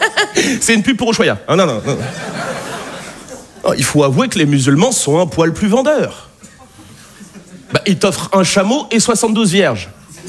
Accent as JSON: {"language": "French", "region": "Nouvelle-Aquitaine", "country": "France", "said": "Je viens d'un petit village de Charente, de 300 habitants"}